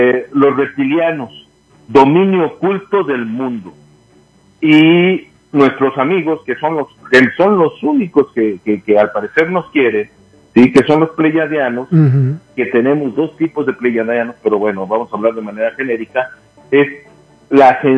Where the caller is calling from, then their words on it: Denver, Colorado, United States; Estoy aquí en Denver.